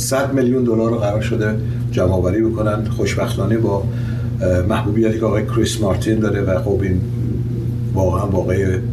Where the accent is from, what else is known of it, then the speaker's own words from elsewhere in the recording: Iran; به عنوان یک ایرانی